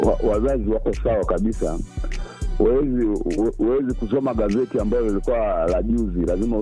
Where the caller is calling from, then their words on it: Ilula, Iringa, Tanzania; napiga simu hii nikiwa Iringa, Ilula, Tanzania.